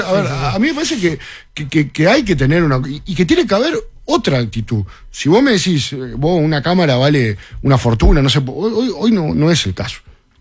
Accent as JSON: {"language": "Spanish", "region": "Montevideo", "country": "Uruguay", "said": "nosotros somos acá de Montevideo"}